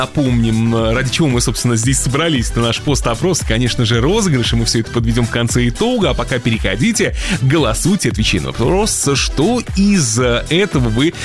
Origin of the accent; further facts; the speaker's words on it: Mogilev, Mogilev Region, Belarus; Вот недавно просил меня привезти билетик из моего родного города Могилева, вот именно на общественный транспорт.